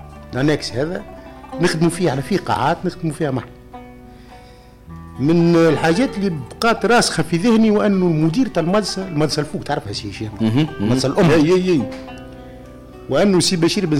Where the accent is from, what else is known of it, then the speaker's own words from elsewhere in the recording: Bizerte Governorate, Tunisia; مدرسة النشماء في جميم في مسقط رأسي